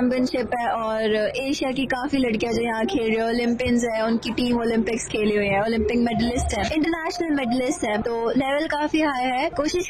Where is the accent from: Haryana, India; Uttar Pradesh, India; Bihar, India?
Haryana, India; Hello Akashvani listeners … मैं हरियाणा से हूँ और मेरी एज 18 ईयर है।